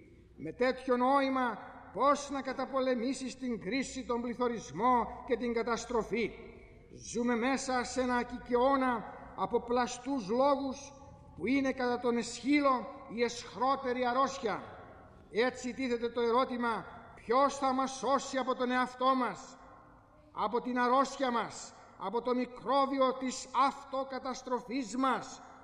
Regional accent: Greece; Είμαστε τόσο εγωκεντρικοί και ατομικιστές σαν Έλληνες

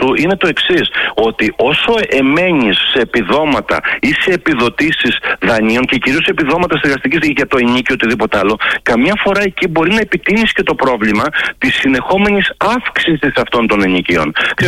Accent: Greece; επειδή είχαμε και μια κουλτούρα σαν Έλληνες να αποκτήσουμε ακίνητο

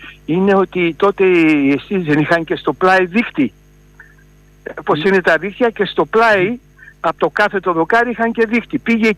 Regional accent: Thessaloniki, Central Macedonia, Greece; σαν Θεσσαλονικιός

